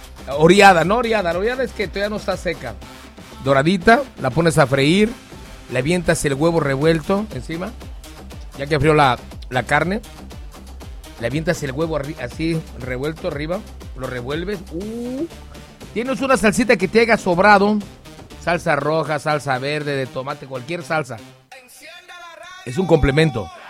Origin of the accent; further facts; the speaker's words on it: Acapulco, Guerrero, Mexico; Soy su amigo el que soy de Acapulco